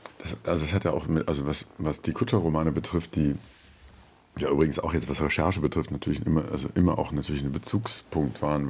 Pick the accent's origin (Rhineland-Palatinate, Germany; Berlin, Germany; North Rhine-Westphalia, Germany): North Rhine-Westphalia, Germany; Wuppertal; Ich komme aus Wuppertal.